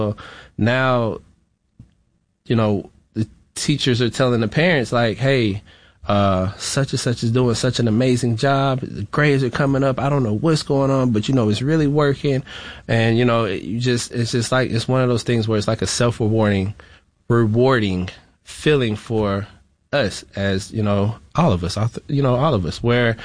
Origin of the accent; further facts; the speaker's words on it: Florida, United States; You know, I was raised in Florida, so I can relate to the families and how a struggle may look